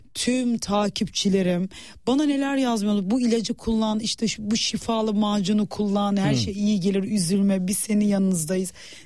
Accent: Kırıkkale, Turkey; Şimdi ben Kırıkkaleliyim. Ankaralıyım.

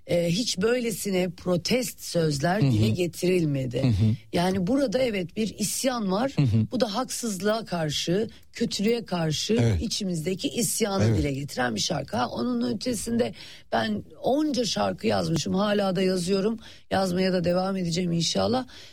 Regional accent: Trabzon, Turkey; Ve biz de Karadenizliyiz biliyorsun. Baba tarafından evet. Trabzonluyuz.

